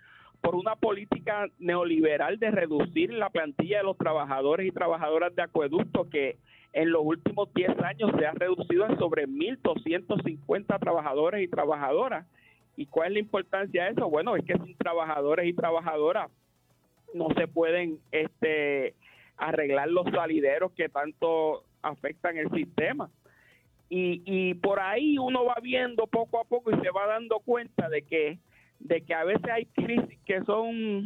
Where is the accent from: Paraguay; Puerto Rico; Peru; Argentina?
Puerto Rico; Bayamón; allí en Redville, en Bayamón, que yo soy de acá de Bayamón